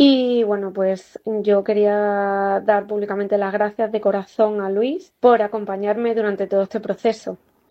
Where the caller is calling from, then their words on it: Extremadura, Spain; vivo en un pueblo de la provincia de Cáceres.